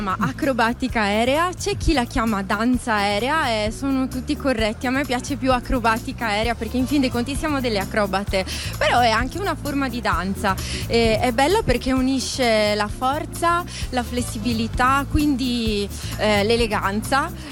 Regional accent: Verona, Veneto, Italy; io sono di Verona

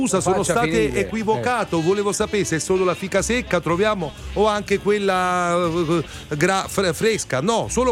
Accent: Naples, Campania, Italy; io sono napoletano, noi a Napoli

